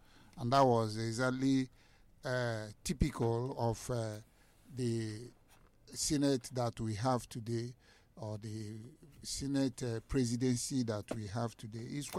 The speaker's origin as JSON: {"language": "English", "country": "Nigeria", "said": "I am a Nigerian"}